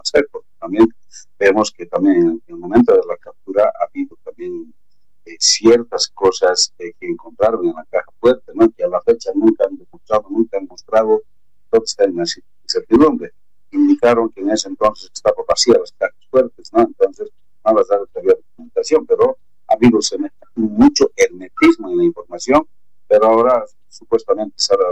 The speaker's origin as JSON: {"language": "Spanish", "country": "Bolivia", "said": "nosotros como bolivianos"}